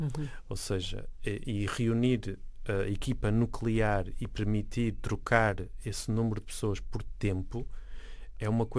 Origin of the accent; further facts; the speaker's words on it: Porto, Norte, Portugal; Eu sou do Porto, não é? Ou seja, eu cresci num modo de desenrasque.